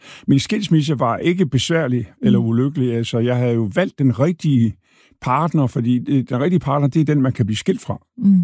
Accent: Thy, North Denmark Region, Denmark; Bunderøv fra Thy. Det har jeg altid været. Og det er ikke, altså, man skal aldrig skilte med det der med, at jeg er fra Jylland

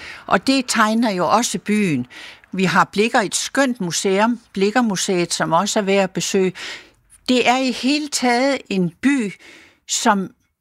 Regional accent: Funen, Region of Southern Denmark, Denmark; now in Tørring, Denmark; Ja, nu er jeg jo ikke oprindelig jyde. Jeg kommer fra Fyn

